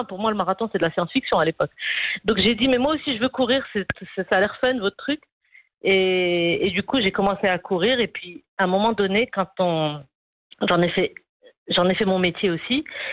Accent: Rabat, Rabat-Salé-Kénitra, Morocco; now in Casablanca, Morocco; J'ai découvert la corniche, parce que moi, j'ai grandi à Rabat, donc je découvrais un peu la ville.

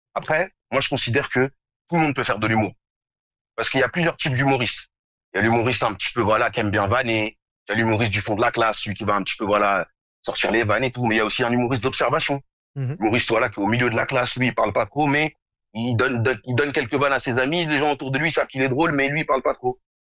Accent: Morocco

